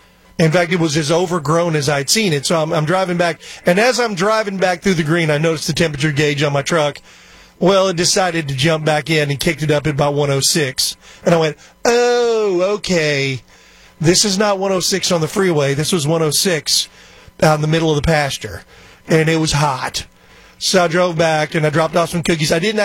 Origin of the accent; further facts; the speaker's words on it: Texas, United States; those of us born and raised in Texas